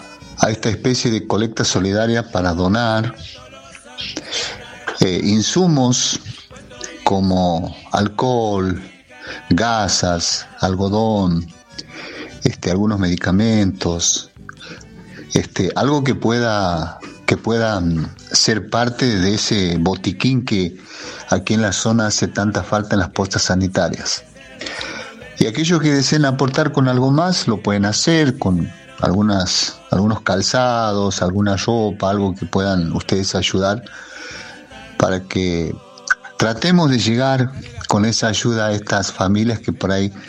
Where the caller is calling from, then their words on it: Atamisqui, Santiago del Estero, Argentina; soy de Atamisqui.